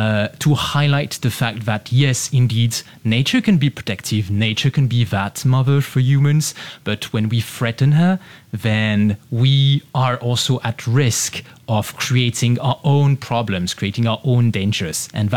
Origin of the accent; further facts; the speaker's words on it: France; because I am French, but I am from Asian descent, so I know that Asians' families, they often have a hard time communicating love.